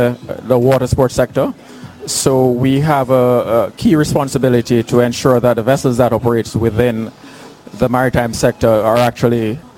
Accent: Jamaica; So I'd like us, not just the students here, but as Jamaican, as an island nation, to take that on board and recognize the importance of shipping to Jamaica as a maritime state.

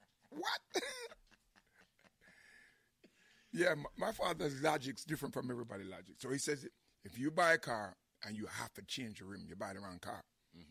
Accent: New York City, New York, United States; Because we are from the Bronx.

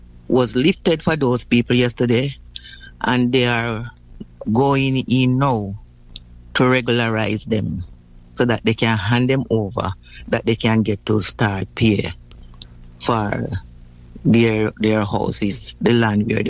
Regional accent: Saint Thomas, Jamaica; because I'm from the Duckensville era. So, and the office is in Golden Grove, St. Thomas.

